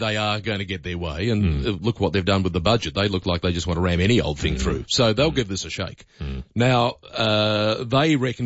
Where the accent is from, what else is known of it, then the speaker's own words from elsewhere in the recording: Sydney, New South Wales, Australia; as a Sydney sider, as an Australian